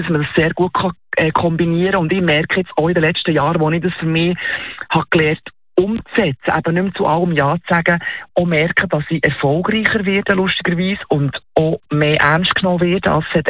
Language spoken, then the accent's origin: German; Switzerland; Wir sind natürlich als Schweizer, neigen wir auch dazu, eben allen immer, zu allem Ja zu sagen